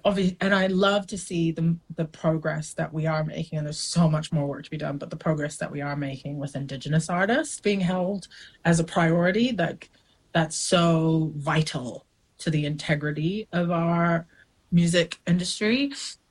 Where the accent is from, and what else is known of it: New Zealand